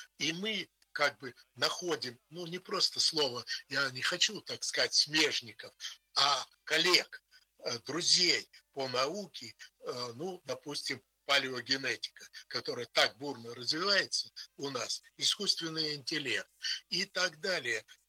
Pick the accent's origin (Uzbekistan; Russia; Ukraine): Russia; Siberia; за свою любимую Сибирь, за ту территорию, на которой мы живем. Сибиряки – это гордое такое.